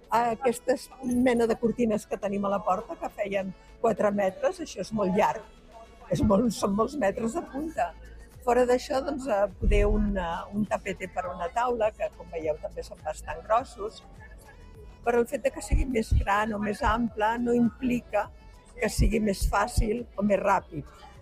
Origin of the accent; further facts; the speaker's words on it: Barcelona, Catalonia, Spain; born there; now in Arenys de Mar, Spain; Vaig néixer a Barcelona, però ja fa uns quants anys que visc a Arenys.